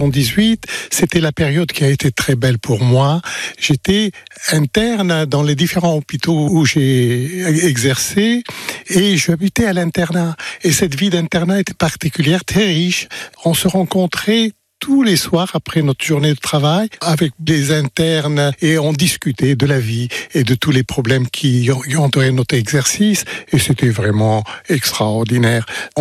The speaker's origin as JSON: {"language": "French", "country": "Lebanon", "moved": "yes", "said": "J'avais une obsession quand je suis venu du Liban, c'était le désir de retourner au Liban."}